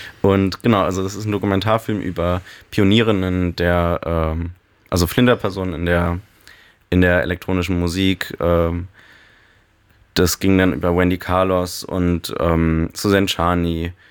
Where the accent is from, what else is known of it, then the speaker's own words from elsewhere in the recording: Germany; moved away as an adult; now in Cologne, Germany; ich komme ursprünglich aus der Berliner Vorstadt und es war also für mich als 18-jährige Person